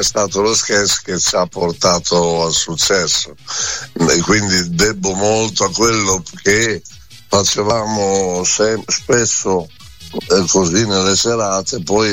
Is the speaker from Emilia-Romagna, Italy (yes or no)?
yes; Bologna, Emilia-Romagna, Italy; born there; Mio papà poi venne a Bologna, incontrò mia madre, io sono nato a Bologna, però